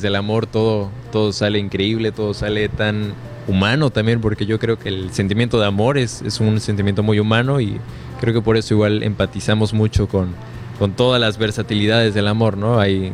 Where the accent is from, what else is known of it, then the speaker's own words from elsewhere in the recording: Yucatán, Mexico; como buen yucateco, pues aquí empecé con la música ya de manera formal